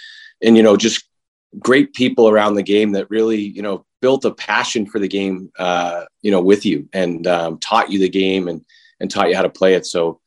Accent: Boston, Massachusetts, United States; just like every other kid growing up in Boston, you know, started Milton Youth Hockey House League.

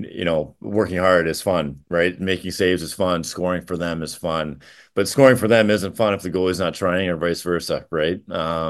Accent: Janesville, Wisconsin, United States; She's from Rockford area. I was from Janesville.

